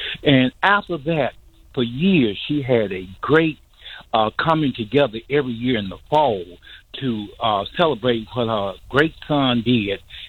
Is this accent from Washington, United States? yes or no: no; Canton, Mississippi, United States; moved away as an adult; now in Chicago, United States; from Canton, Mississippi. Now, I connect the dots with Fred. In Canton, I was in NAACU Council in the 60s and learned a little bit about our struggle and our fight.